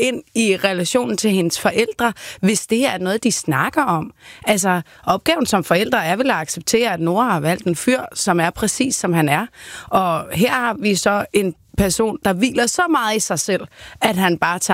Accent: Jutland, Denmark; jeg er vokset op med den i Jylland.

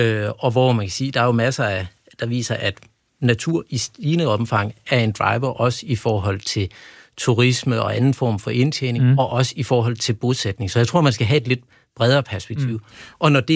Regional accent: Vejle, Region of Southern Denmark, Denmark; jeg er jo også en af dem, der har brændt, som jeg kommer fra Vejle, fanget masser af fladfisk.

